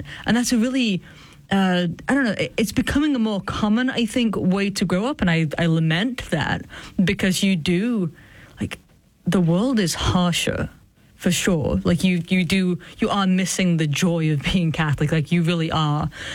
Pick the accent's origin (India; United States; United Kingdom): United Kingdom; England; I think we're roughly the same age, and but I was growing up in England, and you were over in the US